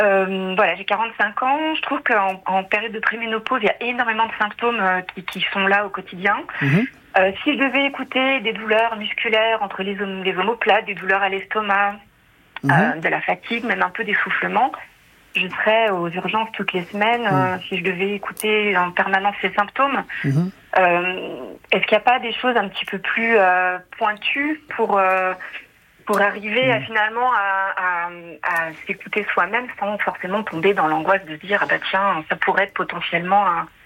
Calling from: Auvergne-Rhône-Alpes, France; J'appelle de Haute-Savoie.

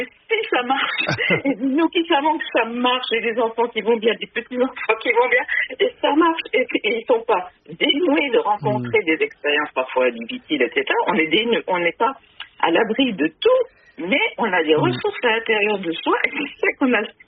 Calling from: Laval, Pays de la Loire, France; J'appelle de Laval, en Mayenne.

